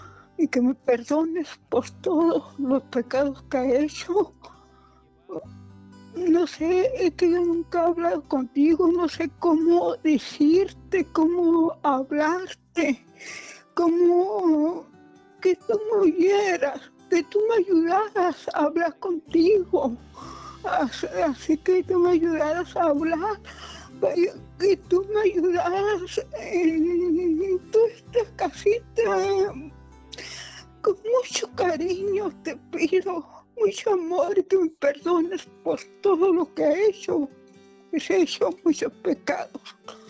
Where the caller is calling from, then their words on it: Chihuahua, Mexico; Pues aquí, Chihuahua.